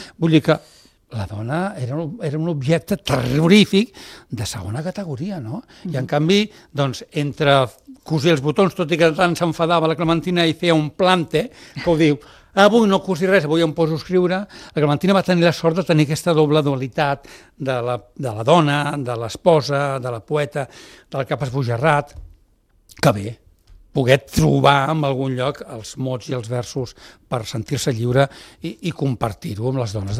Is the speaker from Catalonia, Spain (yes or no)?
yes; Reus, Catalonia, Spain; Mira, jo sóc de Reus